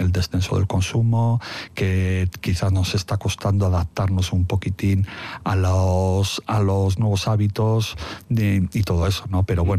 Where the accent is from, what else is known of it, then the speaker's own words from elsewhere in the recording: Basque Country, Spain; Me siento euskaldún, amo esta tierra.